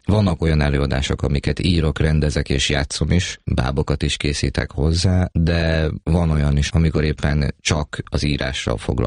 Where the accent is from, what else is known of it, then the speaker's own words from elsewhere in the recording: Putnok, Borsod-Abaúj-Zemplén, Hungary; Igen, Putnokon nőttem föl gyerekként.